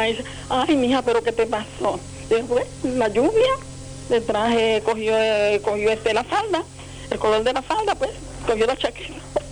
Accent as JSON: {"language": "Spanish", "town": "San Germán", "country": "Puerto Rico", "tie": "born there", "said": "Yo me crié en Barrio Cotín de San Germán"}